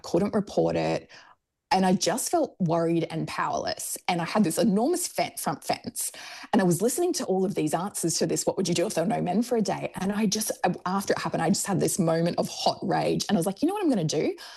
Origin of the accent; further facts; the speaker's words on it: Brisbane, Queensland, Australia; now in Sunshine Coast, Australia; I grew up in Brisbane, but I live on the sunny coast now.